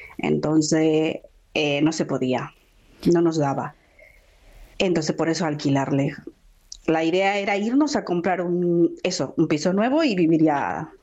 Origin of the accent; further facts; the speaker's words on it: Bolivia; moved away as an adult; now in Spain; Sí, bueno, yo soy de Bolivia. Y vine hace 25 años y traje a las niñas después.